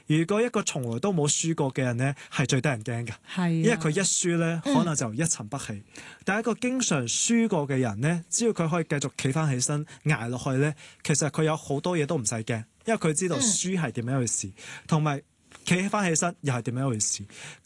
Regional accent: Hong Kong; 我哋香港人嗰種好講求

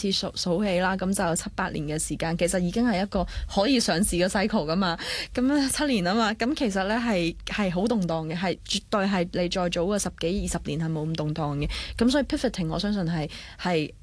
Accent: China; 咁所以慢慢我覺得我越嚟越回歸我哋中國人嘅傳統嘅呢啲哲學觀念啦

